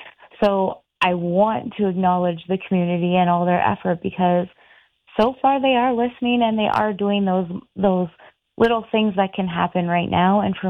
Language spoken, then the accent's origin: English; Ottawa Valley, Ontario, Canada; moved away as an adult; now in Ottawa, Canada; I was born and raised in the Ottawa Valley. So I've been very aware of that. I mean, I moved to Ottawa, you know, quite a few years ago